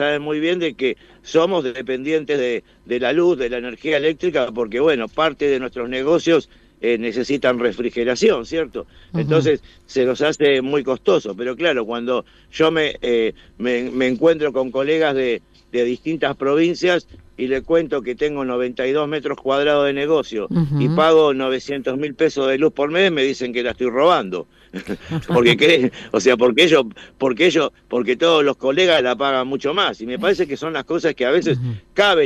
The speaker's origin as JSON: {"language": "Spanish", "town": "Morón", "region": "Buenos Aires Province", "country": "Argentina", "said": "nosotros acá, yo soy de Morón, estoy en el conurbano, y somos beneficiados"}